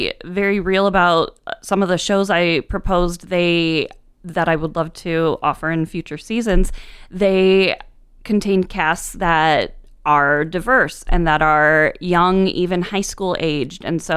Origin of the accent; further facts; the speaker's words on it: Sterling, Illinois, United States; moved away as an adult; also born or lived in Peoria, Illinois / Champaign, Illinois / Chicago, Illinois / Iowa; now in Bloomington-Normal, United States; I grew up in Sterling, Illinois. I was born in Peoria, but that was it. Then I back to Sterling.